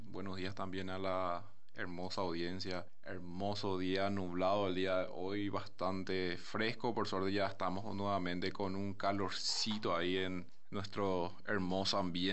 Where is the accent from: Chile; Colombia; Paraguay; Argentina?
Paraguay; como los paraguayos hacemos